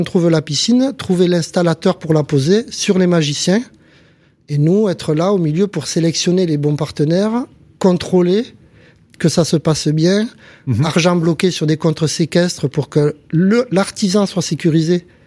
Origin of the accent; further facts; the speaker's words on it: Montpellier, Occitanie, France; chez nous, à Montpellier